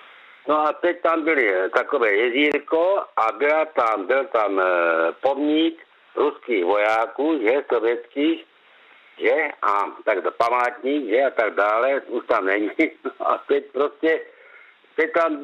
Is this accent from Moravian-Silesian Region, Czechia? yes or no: yes; Krnov, Moravian-Silesian Region, Czechia; Já jsem rodák z Krnova